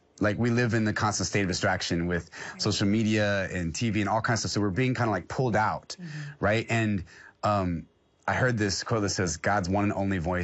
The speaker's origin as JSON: {"language": "English", "town": "Los Angeles", "region": "California", "country": "United States", "said": "I'm from Los Angeles, California."}